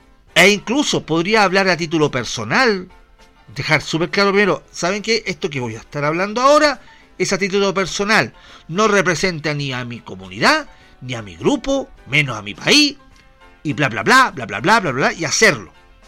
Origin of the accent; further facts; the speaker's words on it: Chile; nos corresponde como chilenos